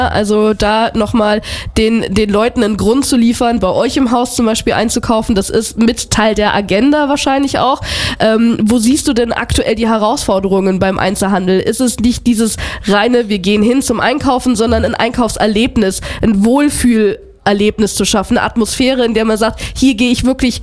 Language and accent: German; Saarland, Germany; weil ich bin ja aus dem Saarland.